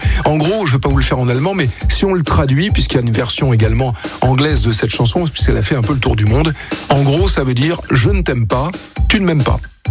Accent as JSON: {"language": "French", "country": "France", "said": "Et chez nous en France"}